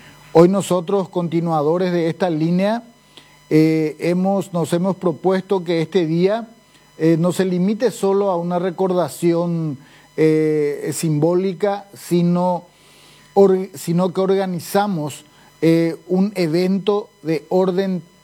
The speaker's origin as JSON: {"language": "Spanish", "country": "Paraguay", "said": "uno de los, creo que 300 o 400 paraguayos que estuvimos en aquel partido del Gol de Oro"}